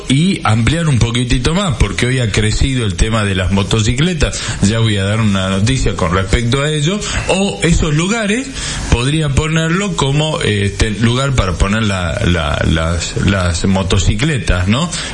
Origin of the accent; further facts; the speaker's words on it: Salta, Argentina; así somos los salteños